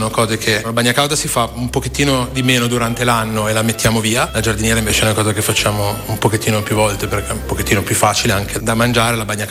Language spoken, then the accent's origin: Italian; Canelli, Piedmont, Italy; born or raised there; now in Solero, Italy